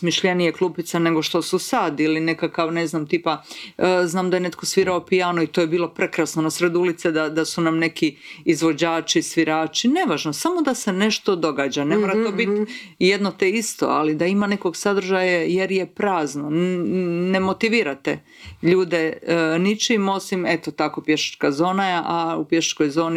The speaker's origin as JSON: {"language": "Croatian", "town": "Karlovac", "region": "Karlovac County", "country": "Croatia", "said": "on je iz Zadra, ja sam iz Karlovca, tako da smo bili postanari u Zagrebu"}